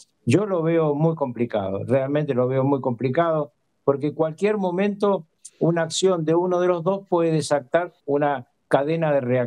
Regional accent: Argentina; mal que me pese a mí como argentino

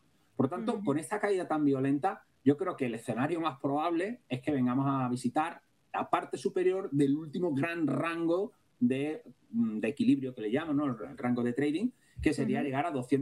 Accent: Andalusia, Spain

